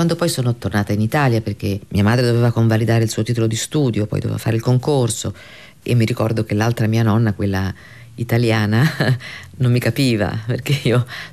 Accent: Barcelona, Catalonia, Spain; first language Spanish; Italian is a second language; cresciuta, sono andata a scuola i primi anni della mia vita a Barcellona, parlo quindi naturalmente la mia prima lingua, io ho cominciato a parlare spagnolo, la mia prima lingua è lo spagnolo, il castigliano.

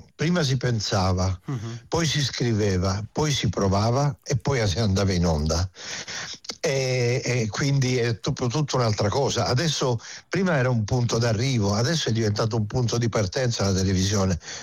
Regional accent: Calabria, Italy; perché poi sono un calabrese, lo sai, calabresi, poi sono un calabrese salesiano.

